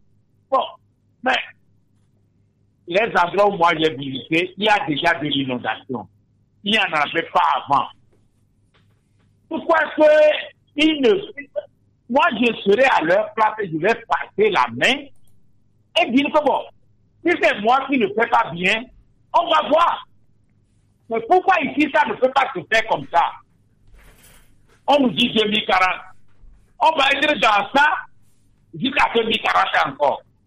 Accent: Togo; born there; je suis de Togo.

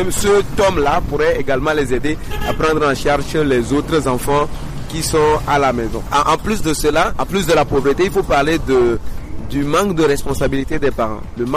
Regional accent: Kouvé, Maritime, Togo; moi je viens de Couvé

